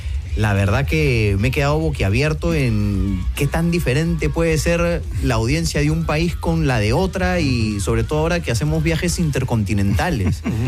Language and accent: Spanish; Lima, Peru; Yo soy de Perú.